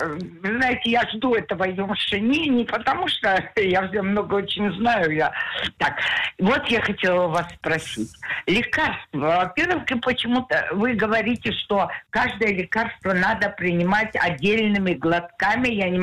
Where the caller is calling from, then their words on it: Jerusalem, Jerusalem District, Israel; я из Иерусалима.